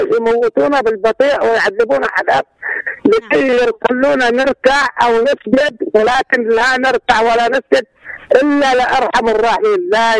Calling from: Aden, Yemen; أهلا وسهلا بكل من يريد يزور عدن ولا يزورنا

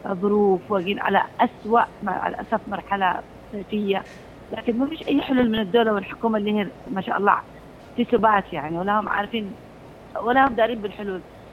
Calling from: Yemen; عندنا في اليمن

